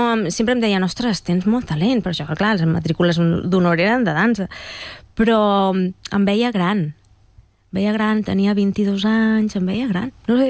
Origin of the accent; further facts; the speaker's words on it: Manresa, Catalonia, Spain; Bueno, de petita ja estava estudiant al Conservatori de Manresa. Jo sóc de Manresa.